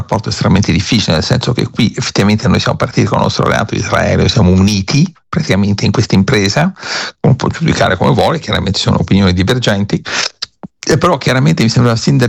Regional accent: Rome, Lazio, Italy; moved away as an adult; now in United States; io sono italianissimo, effettivamente. Io ho la doppia cittadinanza, sono cresciuto a Roma, ho fatto tutto a Roma, abbiamo avuto casa a Roma fino al 2008

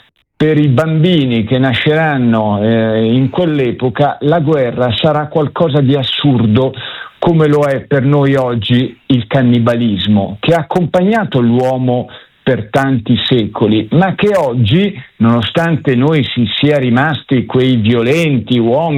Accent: Liguria, Italy

